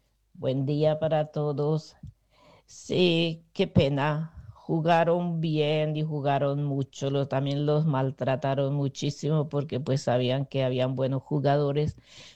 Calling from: Colombia; yo era la única colombiana allí en este recinto

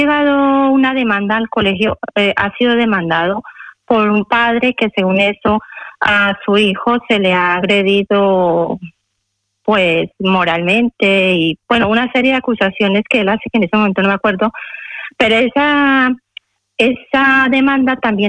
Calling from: Majadahonda, Community of Madrid, Spain; Buenos días, de Majadahonda.

